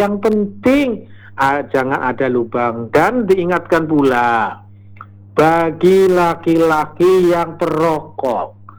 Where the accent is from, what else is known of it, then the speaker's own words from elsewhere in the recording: Cirebon, West Java, Indonesia; kalau kita orang Cirebon menyebutnya dengkul